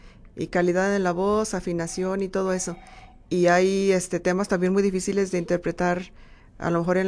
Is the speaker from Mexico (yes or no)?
yes; Mexico